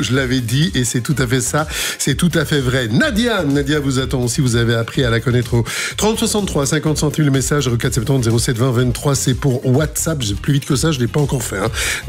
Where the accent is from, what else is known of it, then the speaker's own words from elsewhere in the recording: Brussels, Brussels-Capital Region, Belgium; Moi, je viens de Bruxelles, hein, chez nous, on dit stouf quand on veut exagérer un petit peu.